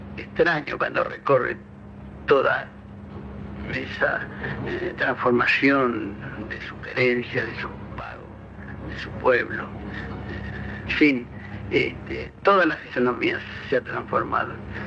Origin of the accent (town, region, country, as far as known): Montevideo, Uruguay; born or raised there